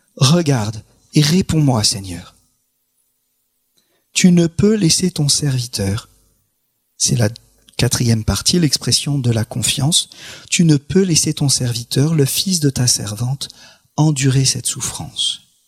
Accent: France; on est français en plus d'être chrétien

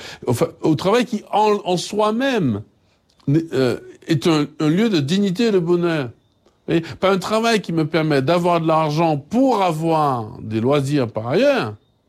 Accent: Martinique; Alors c'est chez nous en Martinique peut-être un drame, parce que justement les jeunes qui découvrent la valeur travail et la beauté du travail, ben, se disent mais qu'ils n'ont pas envie de rester au pays.

